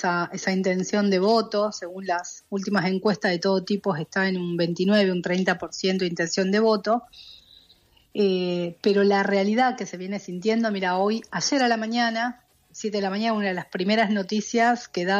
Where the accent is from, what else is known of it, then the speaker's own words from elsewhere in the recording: Tierra del Fuego, Argentina; en esta parte del final del mapa existimos, estamos, somos argentinos